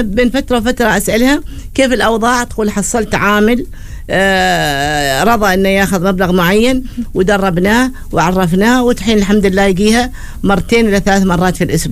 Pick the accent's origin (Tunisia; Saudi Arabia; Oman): Oman; قليل عندنا في عمان